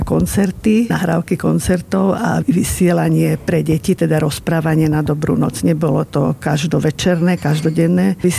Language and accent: Slovak; Bratislava, Bratislava Region, Slovakia; born there; som sa narodila v Bratislave na Dobšinského ulici